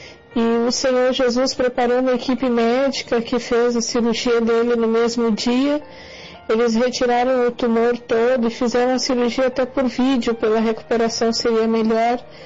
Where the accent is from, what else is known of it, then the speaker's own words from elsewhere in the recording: Porto Alegre, Rio Grande do Sul, Brazil; sou da cidade de Porto Alegre, Rio Grande do Sul.